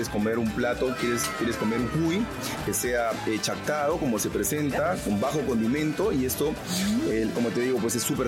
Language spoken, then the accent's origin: Spanish; Peru